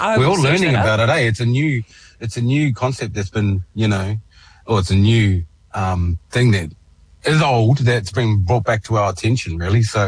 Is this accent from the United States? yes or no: no; Opunake, Taranaki, New Zealand; moved away; I was raised in Opunake, out on the coast. So I'm a coastie.